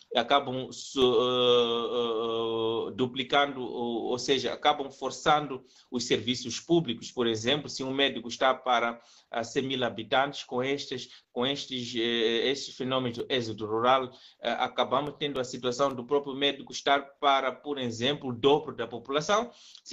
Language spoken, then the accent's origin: Portuguese; Mozambique